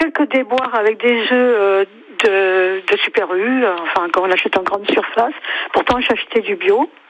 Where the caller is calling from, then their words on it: Occitanie, France; pas loin de chez nous, au Vigan